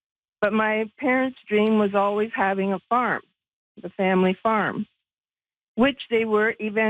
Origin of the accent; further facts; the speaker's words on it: Ontario, Canada; west of Norwich, Ontario, and raised three kids, two boys, my two brothers, older, and myself.